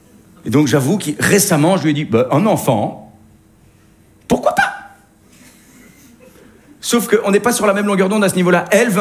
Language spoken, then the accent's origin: French; Belgium; Oh, ça va, je sais de quoi je parle, je viens de Belgique.